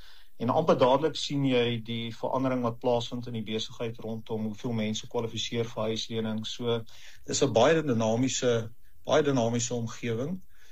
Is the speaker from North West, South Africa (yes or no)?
yes; Klerksdorp, North West, South Africa; born there; also born or lived in Kroonstad, Free State; ek is maar ook van die platteland af. Tienus, ek is in Klerksdorp vir 'n lang ruk gewees en toe in Kroonstad het ek my hoërskoolloopbaan voltooi.